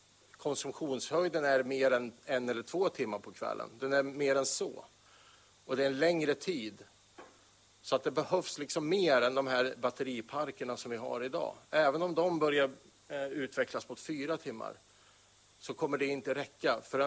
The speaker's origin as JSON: {"language": "Swedish", "region": "Värmland", "country": "Sweden", "said": "Inte bara för att jag är värmlänning"}